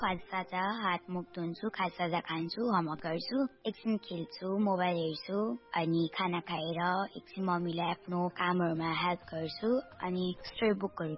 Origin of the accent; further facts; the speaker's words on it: Khairenitar, Gandaki Province, Nepal; मेरो घर खैरिनी टार।